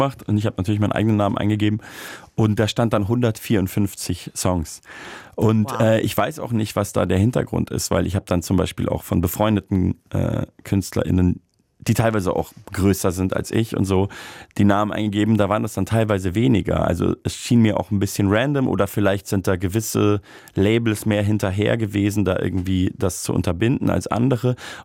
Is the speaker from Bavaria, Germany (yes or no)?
yes; Munich, Bavaria, Germany; moved away; Ich habe da zwar nie gelebt, aber bin ja ursprünglich aus München und war da sehr viel.